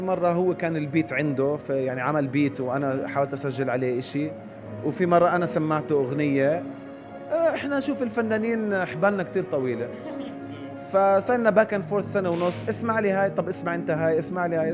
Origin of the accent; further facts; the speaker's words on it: Jordan; أنا من الأردن